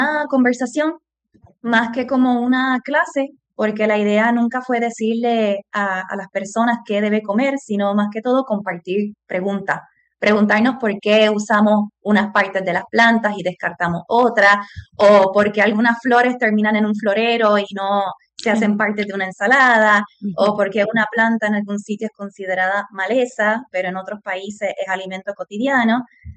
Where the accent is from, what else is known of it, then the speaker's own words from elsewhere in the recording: Humacao, Puerto Rico; moved away as an adult; now in Argentina; yo soy de Humacao, pero actualmente, como bien menciona Roxana, estoy viviendo en Argentina